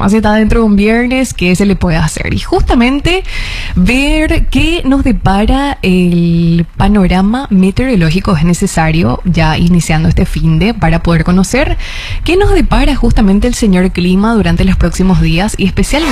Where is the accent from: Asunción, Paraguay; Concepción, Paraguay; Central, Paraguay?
Concepción, Paraguay; todos como concepcioneros, como paraguayos en sí.